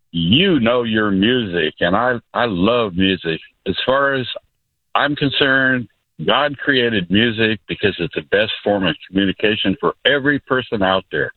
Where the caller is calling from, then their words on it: Applegate, California, United States; from beautiful Applegate.